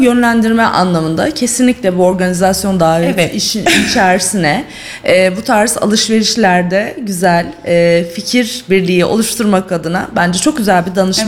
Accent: Sivas, Turkey; Ya baktığında İç Anadolu, ben de Sivaslıyım, Kayserliydi.

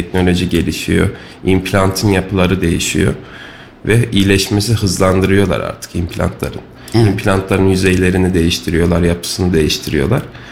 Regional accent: Kayseri, Turkey; also born or lived in Istanbul; Ben Kayseri doğumluyum.

